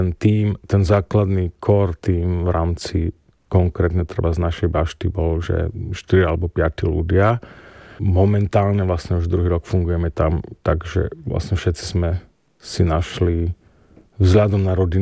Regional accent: Košice Region, Slovakia; my sme z východného Slovenska, tie regionálne rozdiely možno

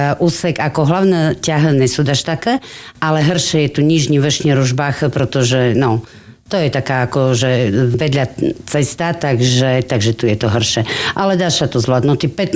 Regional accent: Jakubany, Prešov Region, Slovakia; a pochádzam z Jakubian.

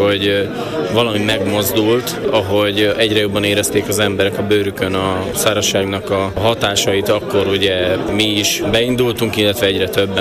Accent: Great Hungarian Plain, Hungary; már nem csak az Alföldet, ahonnan mi jöttünk

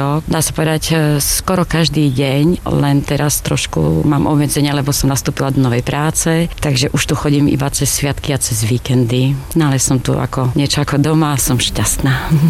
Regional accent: Ľubotín, Prešov Region, Slovakia; Som z Ľubotína, z okresu Stará Ľubovňa.

